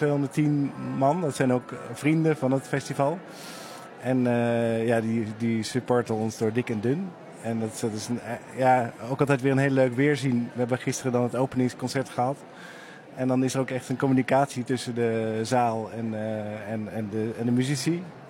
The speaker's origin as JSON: {"language": "Dutch", "town": "Rheden", "region": "Gelderland", "country": "Netherlands", "tie": "born or raised there", "said": "Ja, dit is mijn geboortegrond. En dat is eigenlijk een reden geweest om in Rheden een festival te gaan beginnen."}